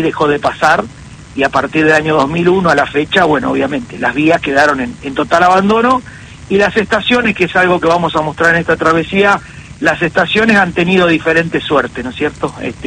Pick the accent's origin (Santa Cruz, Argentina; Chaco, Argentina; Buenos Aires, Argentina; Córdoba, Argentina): Buenos Aires, Argentina; Timoté; yo soy de Timoté, en la provincia de Buenos Aires, oeste de la provincia de Buenos Aires.